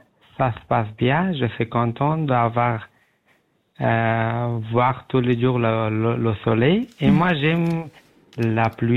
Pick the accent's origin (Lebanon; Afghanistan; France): Afghanistan; French is a second language; Oui, moi, je suis d'origine afghane.